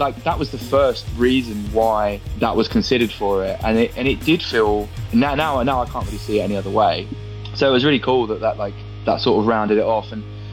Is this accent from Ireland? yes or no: no; United Kingdom; accent: British; my accent comes out without me trying to. So I can understand the sort of, like, British-ness in there.